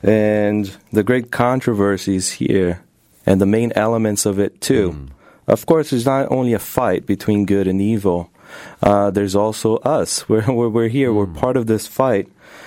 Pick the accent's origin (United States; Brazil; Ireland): Brazil; moved away as an adult; I'm from Brazil, and I was born and raised there.